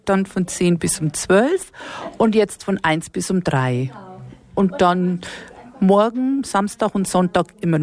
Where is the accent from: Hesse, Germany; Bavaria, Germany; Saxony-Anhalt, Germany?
Hesse, Germany; Ich komme aus dem Team Deutschland Fulda, aus der Nähe von Fulda.